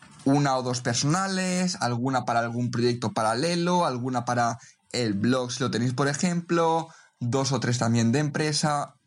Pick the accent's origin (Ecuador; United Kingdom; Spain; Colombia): Spain; mientras en casa en España